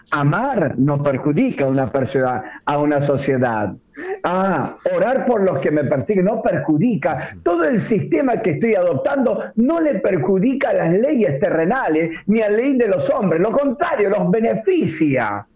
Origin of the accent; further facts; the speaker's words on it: Argentina; porque soy ciudadano todavía como argentino